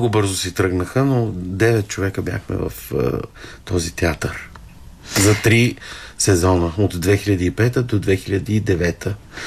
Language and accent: Bulgarian; Cherven Bryag, Pleven Province, Bulgaria; moved away; аз съм израсъл в Червен бряг, роден съм в Плевен, израсъл съм в Червен бряг